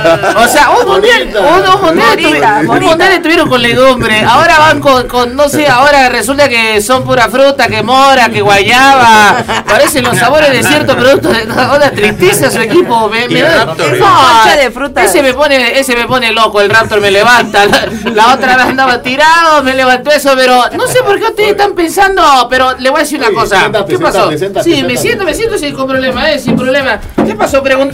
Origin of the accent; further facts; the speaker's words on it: Argentina; Soy argentino, pero sí la subí también.